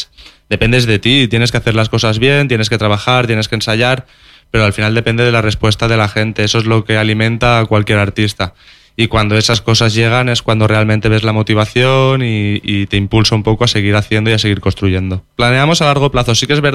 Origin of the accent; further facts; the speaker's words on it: Valencian Community, Spain; first language Valencian; Spanish is a second language; Sí, además es mi lengua materna. De hecho, bueno, estarás viendo que durante la entrevista el castellano no es mi lengua principal.